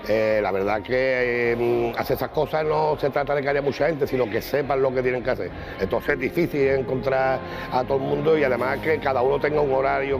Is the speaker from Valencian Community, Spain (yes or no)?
no; Andalusia, Spain; porque además es que yo soy de Mentidero, o sea, que es de mi barrio.